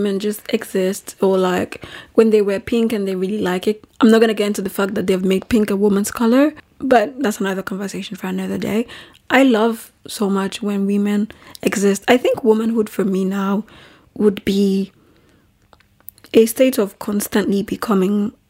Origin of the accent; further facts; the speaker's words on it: Nigeria; I think the response they expect me to give as a Nigerian girl speaking to a Nigerian man